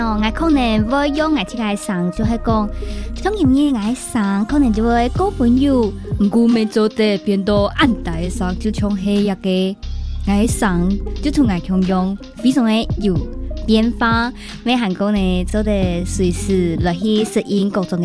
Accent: Pingtung County, Taiwan; 我是屏东南部的客家人。

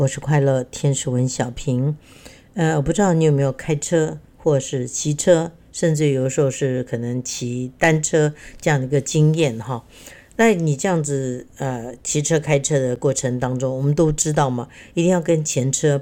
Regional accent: Keelung, Taiwan; 我小时候是住在基隆哈，啊，基隆是个港口。那因为我要搭公车上下学哈，因为我小学的时候就从乡下进城去念书了

